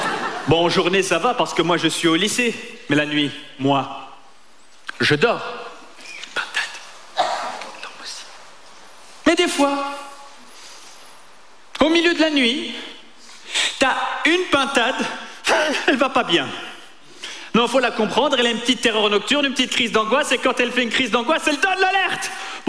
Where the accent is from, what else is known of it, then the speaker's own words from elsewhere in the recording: Tunisia; now in France; moi, je viens de Tunisie, dans une famille d'alcooliques psychotiques, dans un contexte répressif et dictatorial.